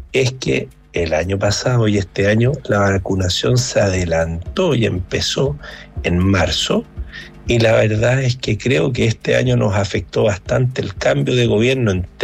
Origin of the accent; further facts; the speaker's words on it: Viña del Mar, Valparaíso, Chile; como buen viñamarino, soy del Ayrton